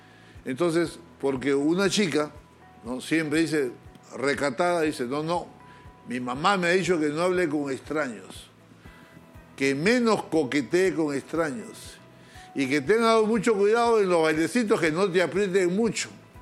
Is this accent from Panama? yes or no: no; Peru